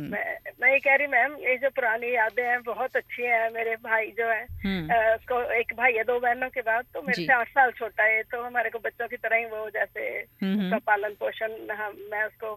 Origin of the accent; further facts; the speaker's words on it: Bhota, Himachal Pradesh, India; born there; मैं हमीरपुर भोटा है हमारा गांव